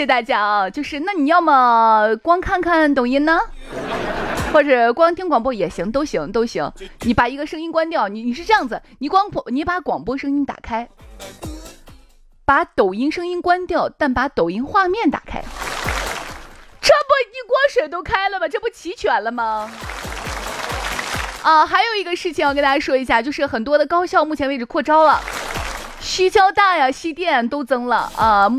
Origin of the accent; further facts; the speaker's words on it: Shaanxi, China; 我们陕西人